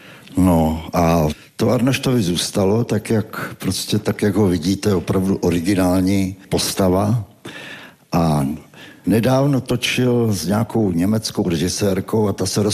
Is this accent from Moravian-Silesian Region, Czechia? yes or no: no; Třebíč, Vysočina Region, Czechia; moved away as an adult; now in Brno, Czechia; A já tehda jsem přišel z Třebíče, protože to je rodné město, takové rodné maloměsto, a přišel jsem do toho velkého Brna